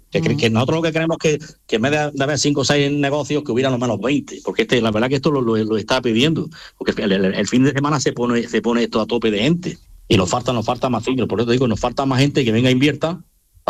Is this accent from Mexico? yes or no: no; Melegís, Andalusia, Spain; y mira que yo soy de los tres pueblos, yo precisamente soy de Melejí